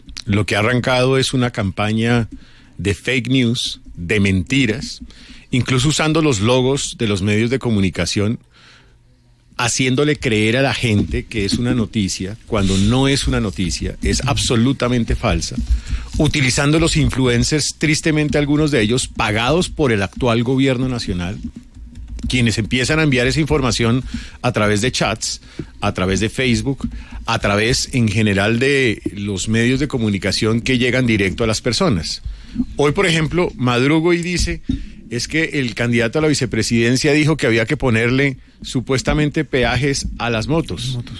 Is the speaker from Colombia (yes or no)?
yes; Colombia; los colombianos no somos tontos